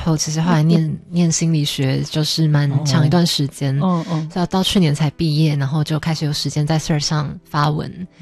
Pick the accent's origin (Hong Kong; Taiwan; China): Taiwan; Tamsui, New Taipei; 是淡水人